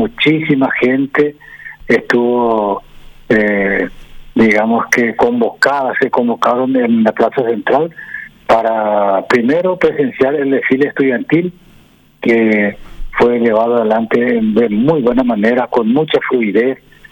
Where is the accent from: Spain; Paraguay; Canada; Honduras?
Paraguay; Fulgencio Yegros, Caazapá; la localidad de Fulgencio Yegros, mi pueblo natal.